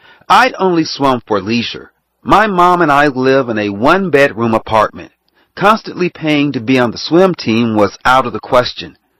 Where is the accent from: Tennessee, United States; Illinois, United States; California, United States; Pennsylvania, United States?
Illinois, United States; Chicago; also born or lived in Detroit; I was born in Detroit and raised in Chicago, but I spent many summers in the former with my dad's side of the family.